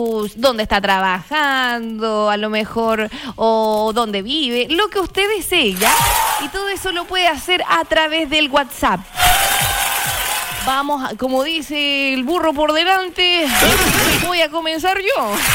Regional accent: Curaco de Vélez, Los Lagos, Chile; moved away as an adult; now in Osorno, Chile; soy de Chiloé, soy de Curaco de Vélez, la preciosa isla ahí de Quinchao. Vengo de allá y ya estoy viviendo varios añitos acá en Osorno. Vine a estudiar, después por cosas de la vida regresé a Chiloé y luego me llamó Osorno, así que aquí estoy ahora en Osorno junto a mi hijo.

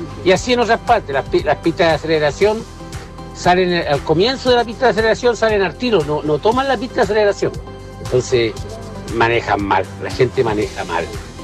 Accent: Los Ángeles, Biobío, Chile; Oye, la verdad, yo soy de Los Ángeles igual.

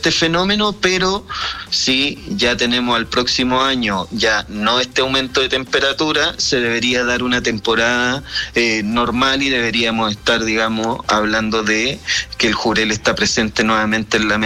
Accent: Talcahuano, Biobío, Chile; Yo soy particularmente de Talcahuano, conozco la historia muy bien. En Talcahuano llegaron a capturar cerca de 4 millones de toneladas de jurel en los años 90.

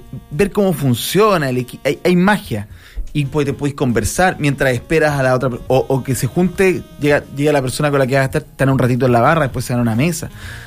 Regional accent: Chile; como el chileno o la chilena somos muy conservadores.

